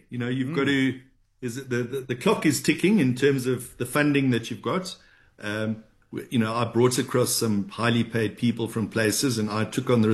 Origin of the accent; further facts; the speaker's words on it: Durban, KwaZulu-Natal, South Africa; now in Johannesburg, South Africa; I grew up in Durban and, you know, the stock market's not really a big thing. But when I came up to Johannesburg